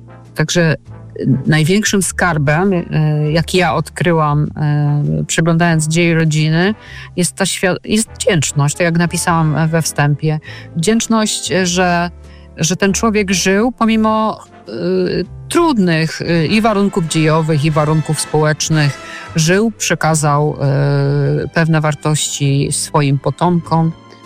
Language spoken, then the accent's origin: Polish; Częstochowa, Silesian Voivodeship, Poland; moved away; also born or lived in Katowice; ja mieszkałam, studiowałam w Katowicach, pochodzę z Częstochowy